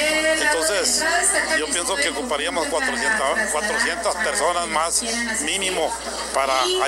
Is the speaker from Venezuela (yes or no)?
no; Nogales, Sonora, Mexico; provengo de una familia con carencias, soy de Nogales